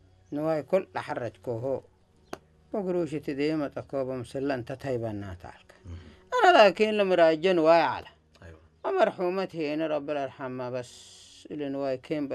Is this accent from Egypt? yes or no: no; Saudi Arabia; بسم الله بقى أنا سعودي أنت يكون